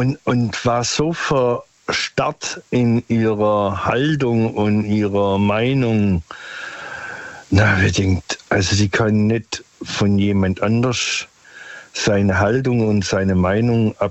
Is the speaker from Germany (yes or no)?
yes; Stuttgart, Baden-Württemberg, Germany; Vom Großraum Stuttgart.